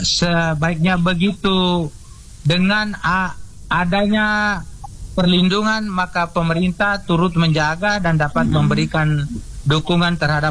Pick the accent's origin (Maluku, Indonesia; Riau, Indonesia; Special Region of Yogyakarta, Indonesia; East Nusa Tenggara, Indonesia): East Nusa Tenggara, Indonesia; Lembata; Ini adalah sebuah harga diri kita sebagai orang Ilape.